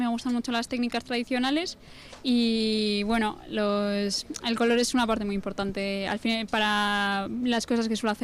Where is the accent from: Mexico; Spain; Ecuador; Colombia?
Spain; Vitoria-Gasteiz, Basque Country; Yo soy de Gasteiz también.